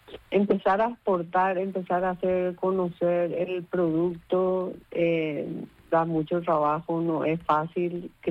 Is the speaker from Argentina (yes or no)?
no; Paraguay